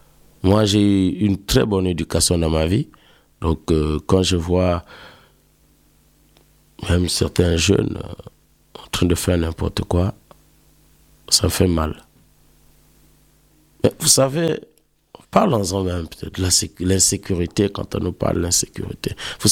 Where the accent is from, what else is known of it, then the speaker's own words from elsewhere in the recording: Normandy, France; C'est comme ça que je me vois, quoi. Je suis un Normand noir.